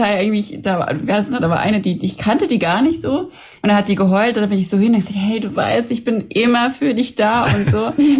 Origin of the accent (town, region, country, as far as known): Baden-Württemberg, Germany